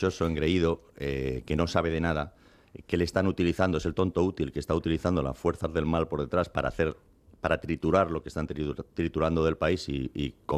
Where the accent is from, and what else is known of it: Spain; born or raised there; now in United States